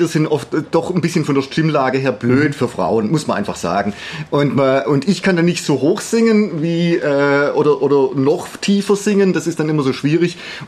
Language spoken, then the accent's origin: German; Marbach am Neckar, Baden-Württemberg, Germany; Ich bin aus Marbach.